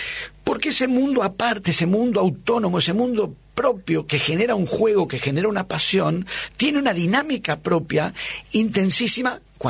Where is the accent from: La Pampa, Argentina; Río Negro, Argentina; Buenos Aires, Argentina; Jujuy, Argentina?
Buenos Aires, Argentina; born there; Defensores de Belgrano también, porque yo soy de ese barrio.